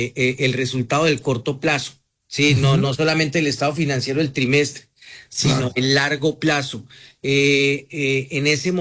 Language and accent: Spanish; Colombia; now in Mexico; esa raíz no se pierde, y Colombia me dio mis principios. México me ha dado las oportunidades, el crecimiento, una familia, en fin.